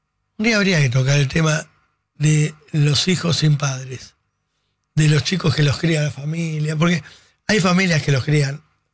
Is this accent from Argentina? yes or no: yes; Argentina; que yo soy mujer, madre argentina